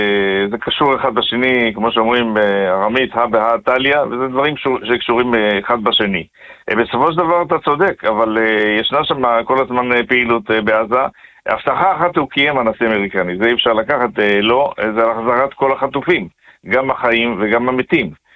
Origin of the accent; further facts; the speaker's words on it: Jerusalem, Jerusalem District, Israel; born there; וגם אני כנער מתבגר בירושלים